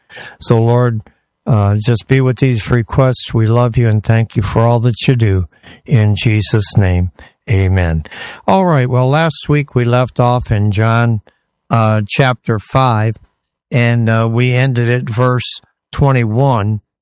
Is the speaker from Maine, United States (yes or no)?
no; Detroit, Michigan, United States; I grew up in Detroit